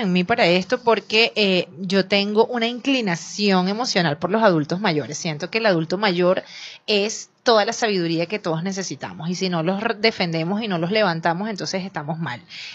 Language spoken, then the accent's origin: Spanish; Venezuela; no somos los mismos venezolanos.